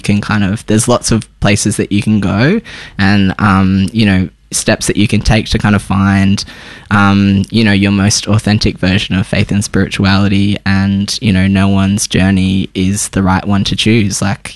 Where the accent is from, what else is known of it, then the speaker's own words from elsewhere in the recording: Tamworth, New South Wales, Australia; also born or lived in Sydney; now in Melbourne, Australia; I grew up in Tamworth. I moved to Sydney, did my studies, started the church there, did all my kind of like harsh Christianity, wonderful Christianity journey in Sydney, and then I've been down in Naarm in Melbourne for the last year or so.